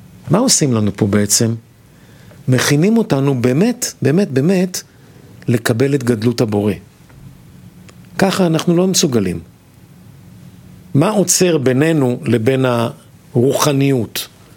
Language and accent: Hebrew; Kiryat Gat, Southern District, Israel; אני זוכר שהייתי ילד קטן, ממש, גדלתי בעיירה קטנה בדרום, בקריית גת